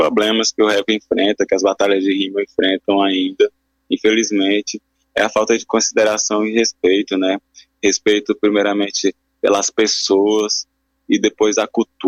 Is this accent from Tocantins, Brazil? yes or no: yes; Palmas, Tocantins, Brazil; eu sou nascido e criado aqui em Palmas. Eu cresci ali pelaquela região das Mil, perto da rodoviária.